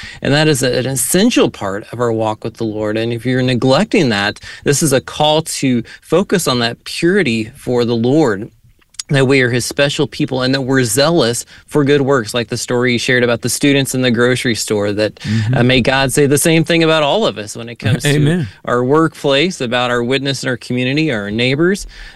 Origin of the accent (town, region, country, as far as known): United States